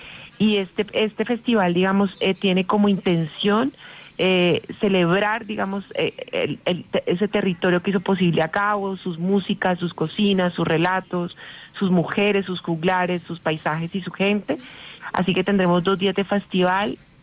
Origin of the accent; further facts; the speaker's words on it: Medellín, Antioquia, Colombia; born there; yo nací en Medellín